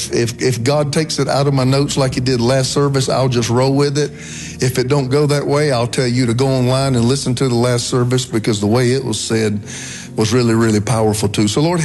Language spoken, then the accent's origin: English; the South, United States; now in San Francisco Bay Area, United States; I come from the South